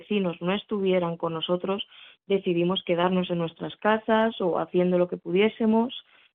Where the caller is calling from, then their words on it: La Adrada, Castile and León, Spain; en La Adrada, lo que es mi pueblo